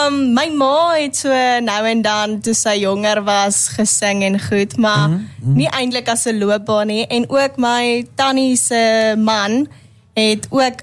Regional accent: Brits, North West, South Africa; ek kom van Brits af. Ja. Al my hele lewe ek daar groot geword, ja, ja. School gegaan en alles.

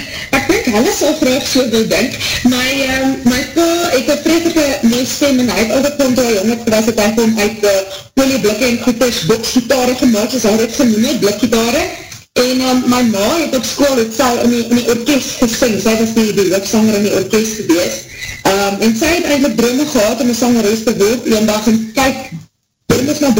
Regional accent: Springs, Gauteng, South Africa; also born or lived in Delmas; now in Pretoria, South Africa; ek is in Delmas gebore al die baie jare terug en ek het in Springs school gegaan, ek is nog steeds maar een oosrang meisje in my hart met ek poosse, maar ek is bestel in Pretoria.

